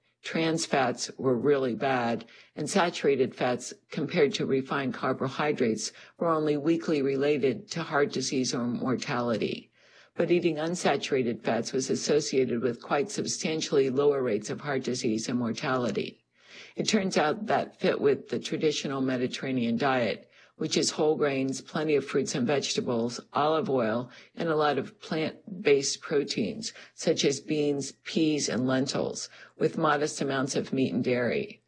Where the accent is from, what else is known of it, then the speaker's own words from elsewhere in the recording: Midwest, United States; What I eat now is very different from what I ate when I was growing up in the Midwest.